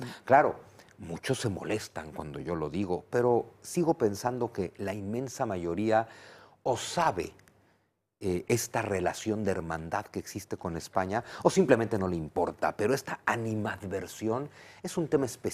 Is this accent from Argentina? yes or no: no; Mexico; yo como mexicano